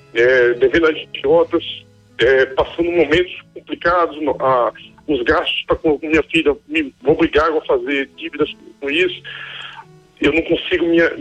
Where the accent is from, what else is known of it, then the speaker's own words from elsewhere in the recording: Recife, Pernambuco, Brazil; now in Brasília, Brazil; mãe é de Recife, eu sou de Recife também, mas estou em Brasília nesse momento, né?